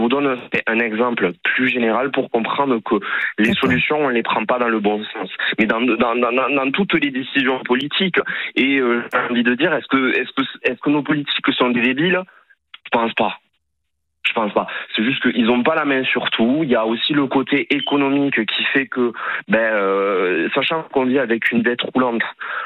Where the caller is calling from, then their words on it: Rodez, Occitanie, France; Moi, j'habite à Rodez